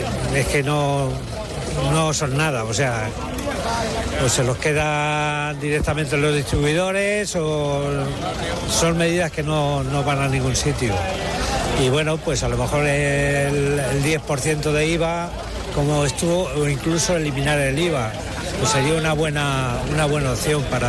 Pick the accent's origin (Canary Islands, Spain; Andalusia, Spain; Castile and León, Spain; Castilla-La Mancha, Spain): Castilla-La Mancha, Spain; Madridejos; Venimos de Madridejos.